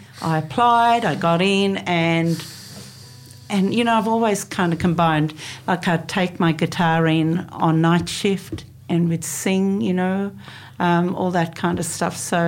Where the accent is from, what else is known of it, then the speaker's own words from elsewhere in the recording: Sri Lanka; moved away; I was born in Sri Lanka. And and I'm the eldest girl of seven children. So things were really hard in my life, and growing up in a country where, you know, it's basically a third world country and a lot of poverty